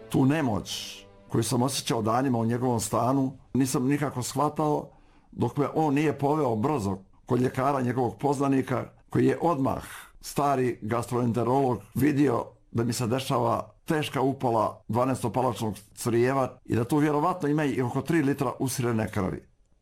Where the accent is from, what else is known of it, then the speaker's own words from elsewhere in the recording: Republika Srpska, Bosnia & Herzegovina; Ja kažem, odakle sam. Ja sam Srbin, kažem. A on kaže, pa ti poznaješ, kaže, Karadžića, Mladića, Republiku Srpsku. Ja kažem, da, znam i ja sam i otuda.